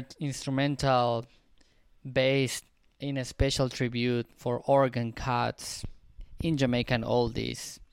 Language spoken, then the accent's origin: English; Peru; now in California, United States; from Peru, based in California.